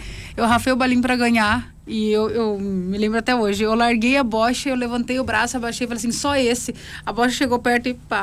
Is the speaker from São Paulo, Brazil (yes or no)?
yes; Campinas, São Paulo, Brazil; now in Pato Branco, Brazil; Eu sou natural de Campinas, mas hoje eu tô morando em Pato Branco.